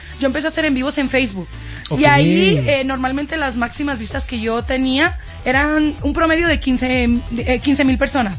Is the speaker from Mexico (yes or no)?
yes; Jalisco, Mexico; now in Oklahoma, United States; Vengo desde Oklahoma, pero Oklahoma. Soy de Jalisco.